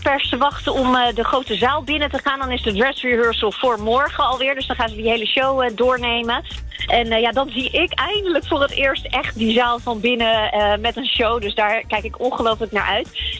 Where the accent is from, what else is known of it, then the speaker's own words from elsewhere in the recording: Netherlands; als ik dan zeg, ja, ik kom uit Nederland, dan kijken ze niet eens raar op of zo.